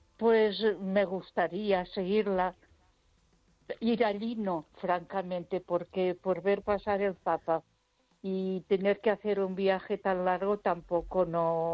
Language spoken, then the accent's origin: Spanish; Barcelona, Catalonia, Spain; born or raised there